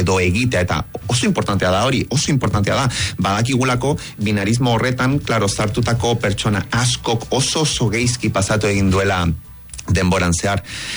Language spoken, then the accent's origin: Basque; Chile; moved away; ni txiletarra naiz, eta klaro, kulturen artean be, nahiko tradizionala, edo hemendik konparatuta adibidez, tradizionalagoa da Txile